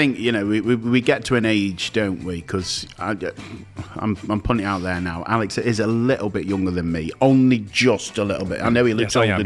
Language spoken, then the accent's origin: English; Biddulph, West Midlands, United Kingdom; I am from Biddulph originally.